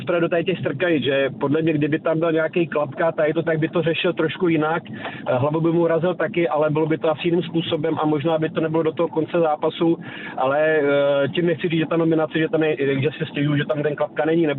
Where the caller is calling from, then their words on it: Pardubice, Pardubice Region, Czechia; Já jako hrdý Pardubák